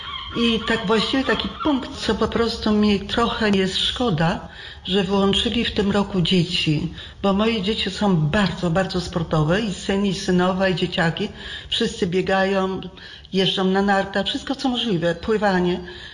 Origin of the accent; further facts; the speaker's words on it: Ostrów Wielkopolski, Greater Poland Voivodeship, Poland; now in Vienna, Austria; Mieszkam na stałe w Austrii, a konkretnie w Wiedniu, a pochodzę z Polski, z Ostrowa Wielkopolskiego.